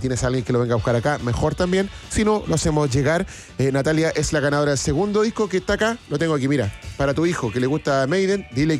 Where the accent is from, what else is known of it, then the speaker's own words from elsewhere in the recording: Chile; No, somos de Chile.